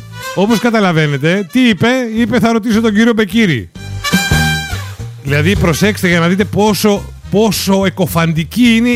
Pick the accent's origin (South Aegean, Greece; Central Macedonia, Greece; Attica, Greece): Central Macedonia, Greece; Arnaia; στη Χαλκιδική εκεί στο χωριό μου στην Αρνέα